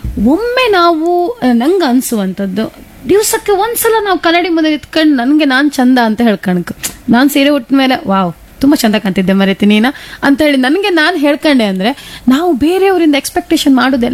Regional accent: Mangalore, Karnataka, India; moved away as an adult; now in Kundapura, India; ನಾವು ಮಂಗಳೂರಿನವರು ಬಿಡಿಸಿ ಮಾತಾಡ್ತೇವೆ

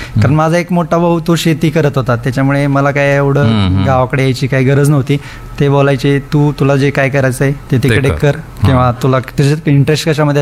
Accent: Osmanabad, Maharashtra, India; आता मी उस्मानाबादचाच आहे ना, कधी कधी रिलेटिव्ह आहेत

